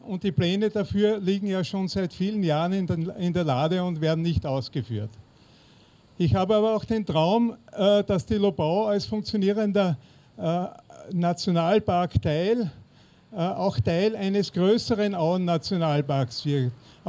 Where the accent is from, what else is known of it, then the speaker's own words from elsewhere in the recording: Essling, Vienna, Austria; Hallo, ich bin aus Essling, bin Biologe